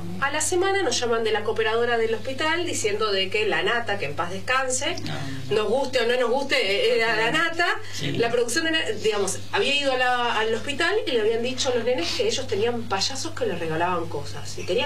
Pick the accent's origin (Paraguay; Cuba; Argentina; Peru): Argentina; Quilmes, Buenos Aires Province; now in Caballito, Buenos Aires, Argentina; Soy quilmeña. Actualmente no vivo en Quilmes. Me mudé a Caballito. Pero mi madre vive en Quilmes.